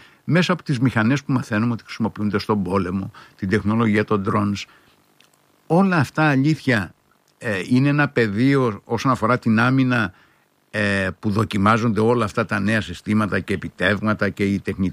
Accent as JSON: {"language": "Greek", "town": "Ierapetra", "region": "Crete", "country": "Greece", "tie": "born or raised there", "said": "οι αντιδράσεις κάτω στην ιδιαίτερη πατρίδα μου, ένα από τους ιδιαίτερους τόπους της Κρήτης που μεγάλωσα, την Ιερά Πέτρα"}